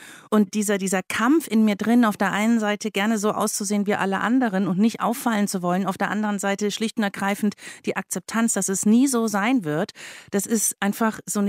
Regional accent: Baden-Württemberg, Germany; Ich bin in der Region Stuttgart aufgewachsen, Kindergarten. Wir sind ein paar Mal umgezogen.

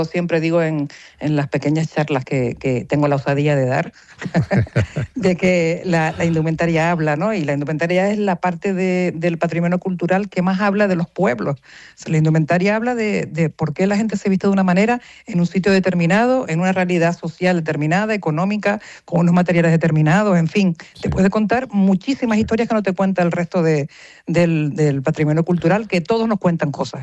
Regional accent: Canary Islands, Spain; tenemos que sentirnos orgullosos de ser canarios, pero todo el año, por favor, no solamente en mayo, somos canarios todo el año

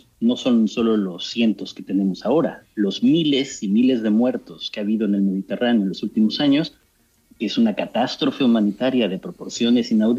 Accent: Mexico; aunque yo soy mexicano, aunque también sé español

